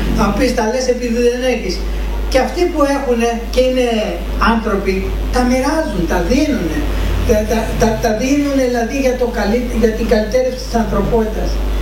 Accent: Greece

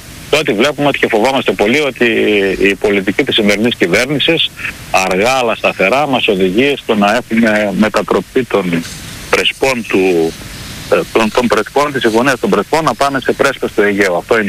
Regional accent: Kastoria, Western Macedonia, Greece; Δηλαδή εγώ είμαι Καστοριανός, είμαι Μακεδόνας Έλληνας.

